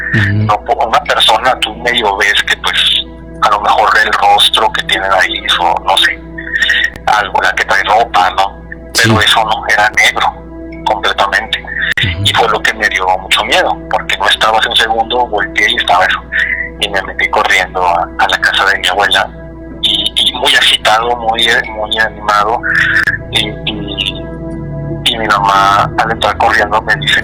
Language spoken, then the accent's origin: Spanish; Monterrey, Nuevo León, Mexico; now in Albuquerque, United States; bueno, yo vivo acá en Albuquerque, pero soy de Monterrey.